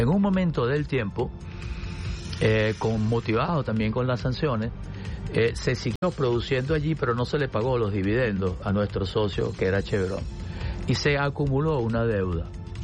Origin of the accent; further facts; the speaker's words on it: Venezuela; es que yo como venezolano lo siento en mi bolsillo